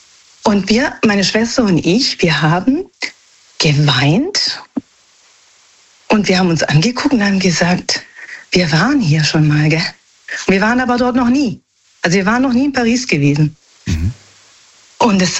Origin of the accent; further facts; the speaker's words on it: Naples, Campania, Italy; aber wir sind eigentlich Italiener, also aus Neapel, wir stammen aus Neapel.